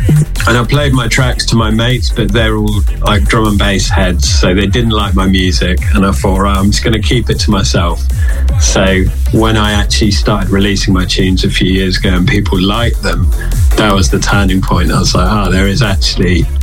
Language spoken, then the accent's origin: English; Devon, South West England, United Kingdom; All right, so I'm from like the South Coast. I'm from Devon